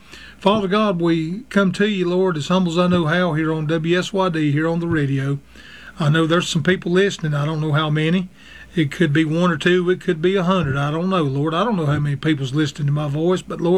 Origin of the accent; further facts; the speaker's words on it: the South, United States; I was brought up in the South where I could say mom and daddy